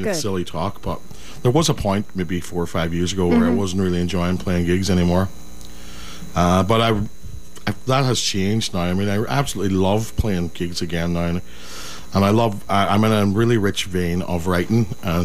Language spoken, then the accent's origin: English; Derry, Northern Ireland, United Kingdom; I grew up in Derry.